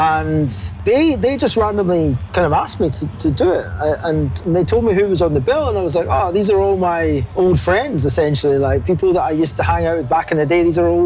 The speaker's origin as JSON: {"language": "English", "town": "Glasgow", "region": "Scotland", "country": "United Kingdom", "tie": "born or raised there", "also_born_or_lived": "Edinburgh", "moved": "as an adult", "lives_now": "London, United Kingdom", "said": "I was born in Glasgow, so I'm Glaswegian. Lived here till I was, went to university in Edinburgh, did that, fled back to Glasgow as quickly as I possibly could after the degree. Was living in the south side of Pollock Shields for a good few years"}